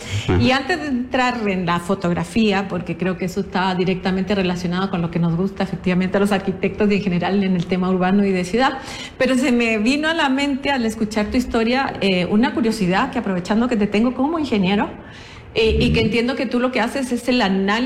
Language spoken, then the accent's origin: Spanish; Chile; Yo, pues, crecí en Chile y realmente el tema sísmico allá es tremendamente riguroso, ¿no?